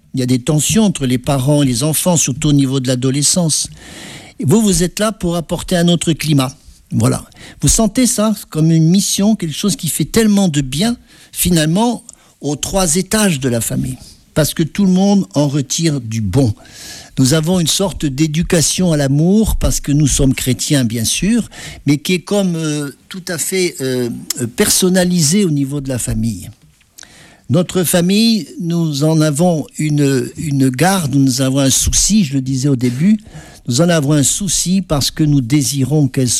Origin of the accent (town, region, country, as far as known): Auvergne-Rhône-Alpes, France